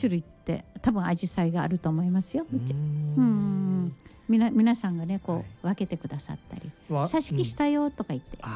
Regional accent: Tanegashima, Kagoshima, Japan; moved away; also born or lived in Tohoku; 私はほら、鹿児島県種子島の出身です、

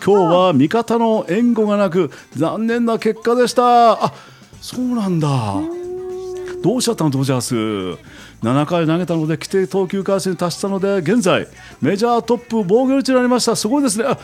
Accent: Kumamoto, Japan; その方我が地元熊本県のふりかけの元祖の方なんですよ。

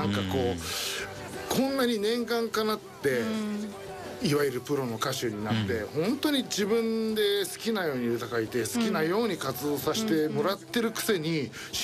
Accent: Chiba, Japan; 私自身は千葉県千葉市出身なんですけど

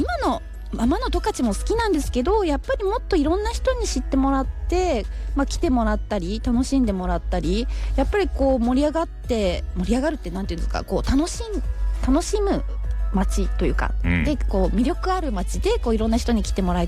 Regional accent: Saitama, Japan; now in Tokachi, Hokkaido, Japan; 私埼玉出身なので、

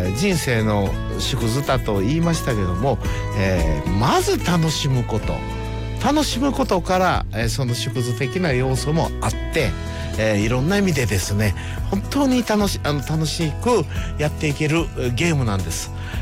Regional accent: Kakogawa, Hyogo, Japan; 加古川、私もあの出身でね、もうあのずっとこう地元 の商店街とか、はい、あっちこっち回ってた時代、

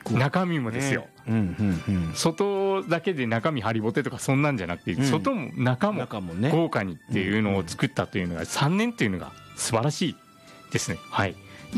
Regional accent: Ise, Mie, Japan; 三重県に、伊勢戦国時代村と、まあ、私の地元なんですけれども、伊勢に、

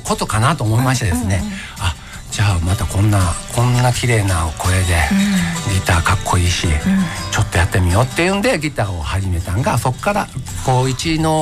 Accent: Tokushima, Japan; 出身は徳島です。

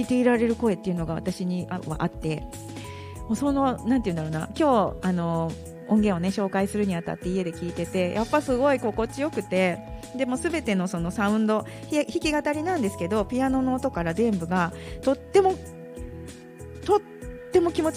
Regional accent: Kyotango, Kyoto, Japan; moved away; 私も京丹後に戻ってちょっとしてたぐらいなんで

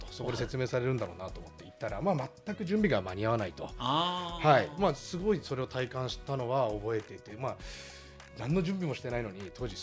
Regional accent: Sendai, Miyagi, Japan; 自分のふるさと の, この仙台とか東北

